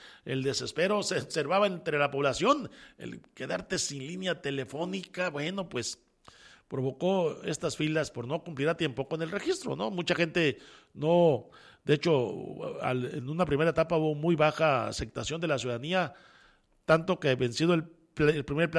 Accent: Mexico

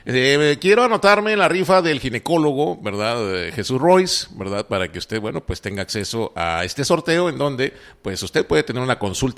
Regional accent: Monterrey, Nuevo León, Mexico; vengo de Monterrey

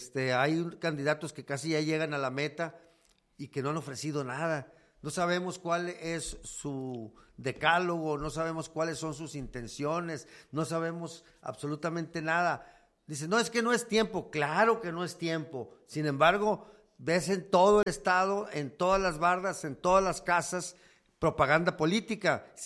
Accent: Mexico; nosotros como mexicanos

